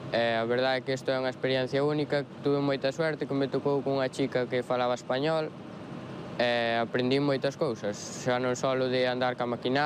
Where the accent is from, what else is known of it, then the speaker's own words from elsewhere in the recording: Arteixo, Galicia, Spain; Pois eu son de Arteixo, especialmente de Rañobre, un pueblo.